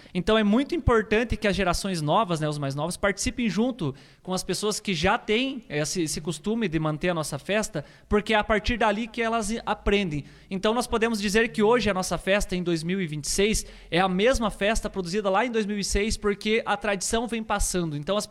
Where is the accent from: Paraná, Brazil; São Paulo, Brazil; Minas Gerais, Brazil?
Paraná, Brazil; Palmeira; Eu sou de Palmeira, de Santa Bárbara.